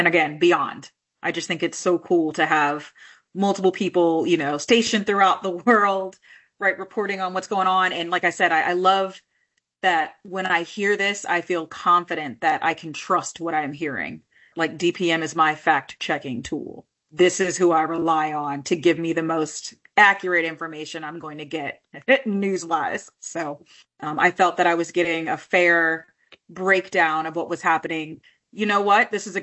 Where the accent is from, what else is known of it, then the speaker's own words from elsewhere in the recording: Dover, Delaware, United States; from Dover, Delaware.